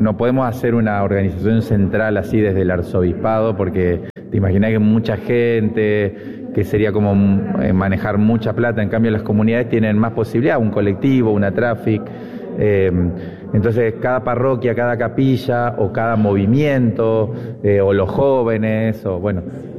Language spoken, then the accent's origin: Spanish; Argentina; todo eso que siempre hacemos como argentinos cuando hay un partido de fútbol